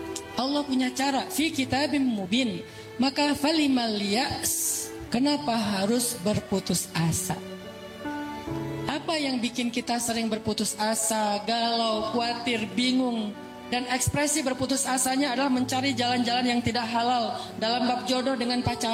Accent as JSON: {"language": "Indonesian", "region": "Aceh", "country": "Indonesia", "moved": "yes", "lives_now": "West Java, Indonesia", "said": "sekarang alhamdulillah saya udah lama di Jawa Barat, di Sunda. Jadi orang pikir saya orang Bandung, aslinya Aceh."}